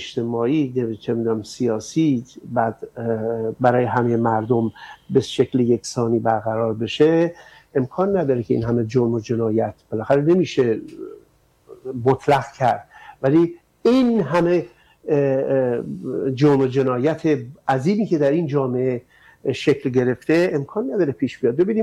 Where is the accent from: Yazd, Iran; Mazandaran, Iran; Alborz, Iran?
Mazandaran, Iran; Amol; ما توی شهر خودمون، من مال آمولم توی مازندران، ببینین اون موقع ما جوونا تمام هر کسی امنیت محل خودش رو به عهده گرفته بود.